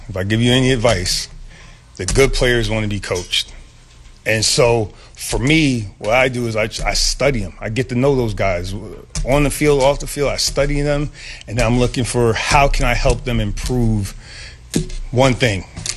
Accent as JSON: {"language": "English", "town": "Waterbury", "region": "Connecticut", "country": "United States", "said": "You know, here I'm a kid from Waterbury, Connecticut. You know, wasn't a good football player."}